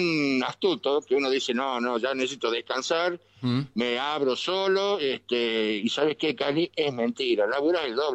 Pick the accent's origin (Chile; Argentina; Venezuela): Argentina; Tucumán; now in Salta, Argentina